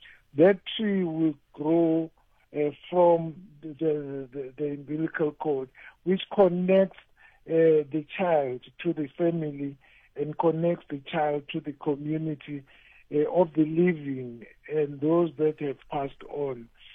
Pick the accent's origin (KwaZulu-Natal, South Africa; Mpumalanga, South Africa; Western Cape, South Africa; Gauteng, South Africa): KwaZulu-Natal, South Africa; Ingwavuma; born there; I was born in Ingwavuma. That's my attachment to the area of Ingwavuma because that's where my umbilical cord is.